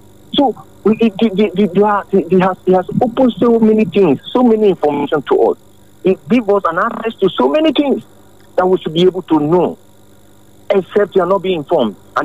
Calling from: Abuja, Federal Capital Territory, Nigeria; I'm calling all the way from Abuja.

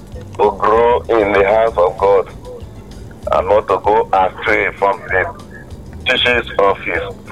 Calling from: Makurdi, Benue, Nigeria; calling from Demekwe in Makurdi.

